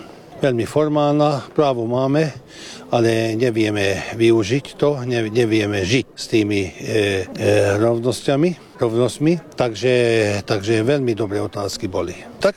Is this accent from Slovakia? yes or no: no; Hungary; Normálna vec, že my rodine po slovensky hovoríme a všade skúsime po slovensky hovoriť. Lebo my nie sme len Maďari, my sme aj Slováci. Aspoň tak sa cítime.